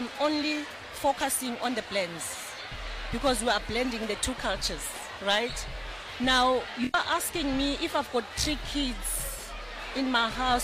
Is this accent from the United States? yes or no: no; Cape Town, Western Cape, South Africa; now in Johannesburg, South Africa; I'm from Cape Town, by the way.